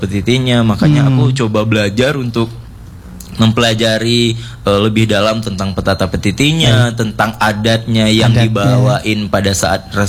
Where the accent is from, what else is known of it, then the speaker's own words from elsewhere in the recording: Payakumbuh, West Sumatra, Indonesia; now in Bandung, Indonesia; Nah, aku kan asalnya Payakumbuh.